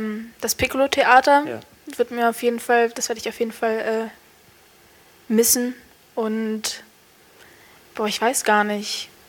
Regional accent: Cottbus, Brandenburg, Germany; jetzt halt für mich konkret Cottbus als meine Heimatstadt, halt die Menschen, die das halt zu meiner Heimat machen

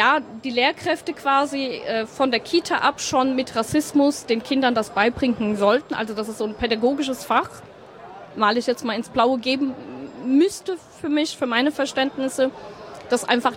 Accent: Hesse, Germany; born there; now in Mannheim, Germany

